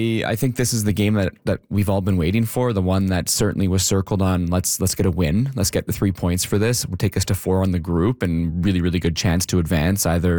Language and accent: English; Vancouver, British Columbia, Canada; moved away; I'm from Vancouver originally